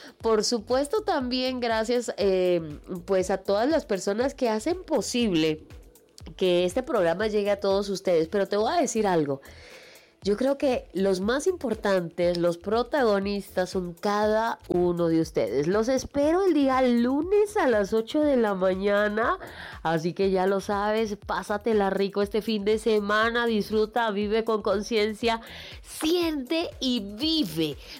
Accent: Venezuela; now in Mexico; la venezolana más mexicana.

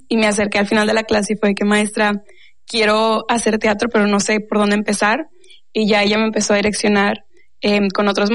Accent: Monterrey, Nuevo León, Mexico; born or raised there; moved away as an adult; now in New York, United States

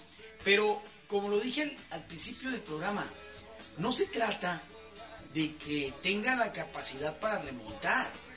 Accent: Baja California, Mexico; El licenciado Crispín, al igual que yo, somos oriundos de la Baja California.

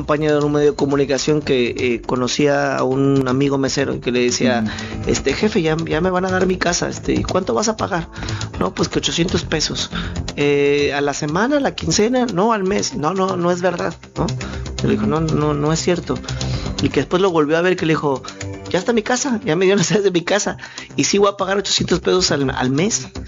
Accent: Mexico

